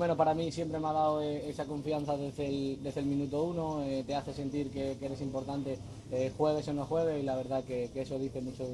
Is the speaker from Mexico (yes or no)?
no; Spain; me estuve bañando cuando ganamos el Mundial en la plaza de España de mi pueblo